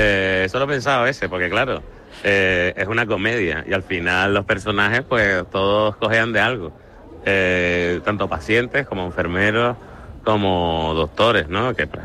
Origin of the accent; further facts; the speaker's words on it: Canary Islands, Spain; moved away; aquí somos como somos y somos canarios y hablamos como hablamos